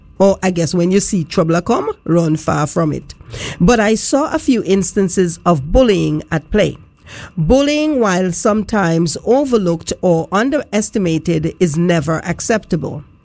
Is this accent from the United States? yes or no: no; Harris', Montserrat; moved away; I can remember growing up in Harris's.